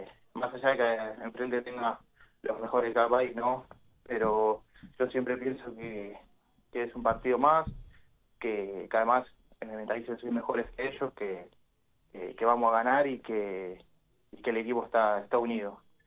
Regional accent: Argentina

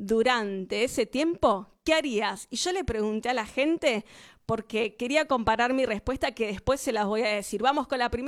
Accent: Buenos Aires Province, Argentina; lo que tenemos los de Zona Oeste o el Gran Buenos Aires es que no solo tenemos 2 horas de viaje

